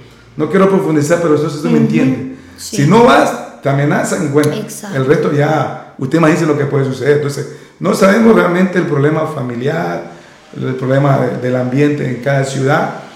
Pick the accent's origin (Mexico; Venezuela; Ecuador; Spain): Ecuador; Esmeraldas; born there; moved away; Yo vengo de Esmeralda, imagínense. Claro. Y mal que diga de mi tierra Esmeralda, porque yo nací allá